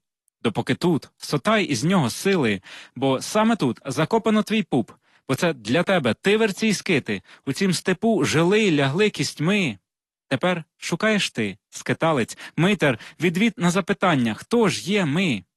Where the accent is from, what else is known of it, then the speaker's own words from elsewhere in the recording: Mykolaiv Oblast, Ukraine; born there; Так як я народився на Миколаївщині, от, і це дуже край пістрявий стосовно різних племен